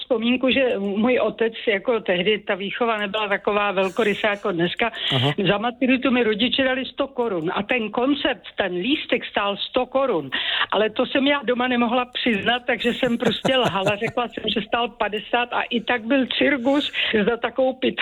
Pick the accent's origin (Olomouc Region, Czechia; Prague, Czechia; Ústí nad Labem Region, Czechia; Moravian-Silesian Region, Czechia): Prague, Czechia; Byla jsem v Praze, protože jsem rodilej Pražák, čili já to kolejáctví znám jenom od svých spolužáků.